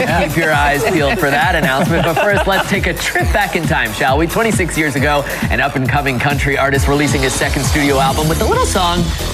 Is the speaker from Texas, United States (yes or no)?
yes; Arlington, Texas, United States; my hometown of Arlington, Texas, which is the DFW suburb that inspired Arlen, Texas, where King of the Hill takes place.